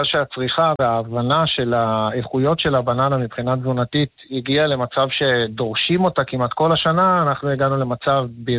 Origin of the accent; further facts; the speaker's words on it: Geva Carmel, Haifa District, Israel; אנחנו ממושב גבע כרמל, כן.